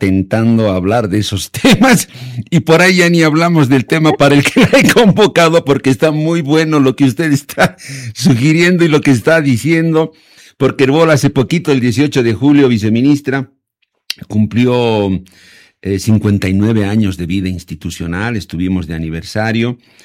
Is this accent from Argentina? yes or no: no; Bolivia